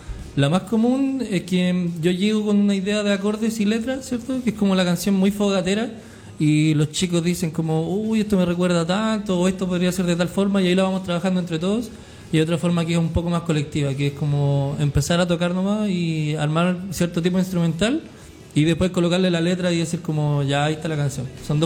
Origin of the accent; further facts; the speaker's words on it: Concepción, Biobío, Chile; para nosotros que somos de Conce